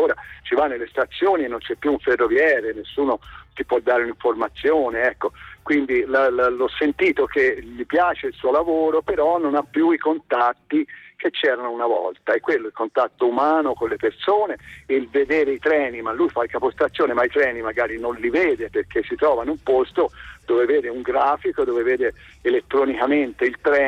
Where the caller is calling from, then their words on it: Cascina, Tuscany, Italy; siamo toscani di Cesina, siamo venuti a Vignola, provincia di Modena